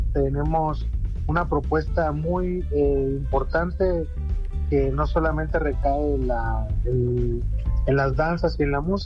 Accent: Oaxaca, Mexico; Como identidad que nos permea como oaxaqueños

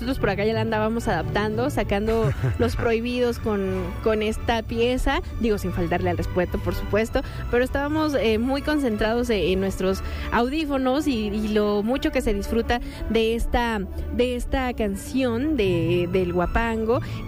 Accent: Mexico; canciones favoritas que me representan como mexicana

